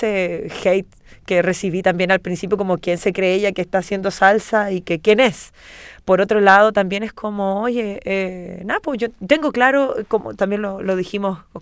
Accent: Chile; Nosotros también, como chilenos incluso, uh-huh. que no nacimos con este estilo.

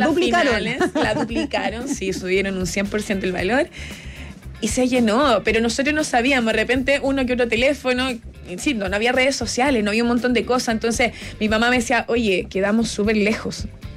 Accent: Talcahuano, Biobío, Chile; moved away; yo me vine de Talcahuano, yo soy de Talcahuano

